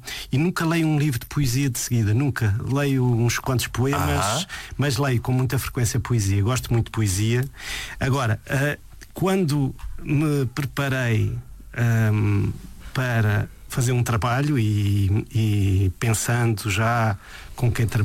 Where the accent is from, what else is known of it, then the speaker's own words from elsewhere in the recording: Mozambique; born there; por ser da minha terra, né, onde eu nasci.